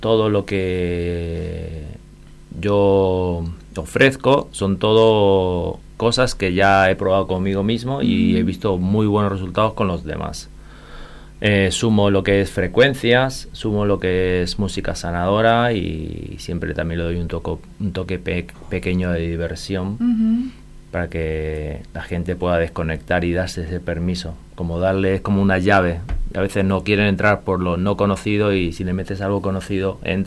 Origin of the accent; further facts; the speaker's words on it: Posadas, Misiones, Argentina; born there; moved away as an adult; also born or lived in Barcelona, Spain; soy español, nacido en español, pero en España, Barcelona. Pero de pequeño mis padres hicieron una aventura y yo con 8 años viví 11 años aquí en Posada.